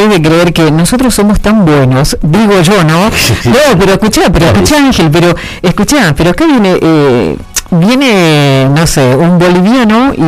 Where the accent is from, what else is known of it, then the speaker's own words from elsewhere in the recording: Argentina; porque si hay algo que no somos, creo yo, como argentina digo, es eso justamente, ¿no?